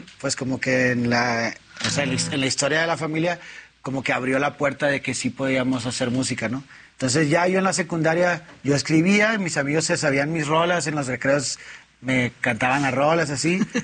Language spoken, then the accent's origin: Spanish; Monterrey, Nuevo León, Mexico; now in Mexico City, Mexico; la primera vez que salí de Monterrey para acá a la ciudad, mi depa estaba vacío, no tenía ni un mueble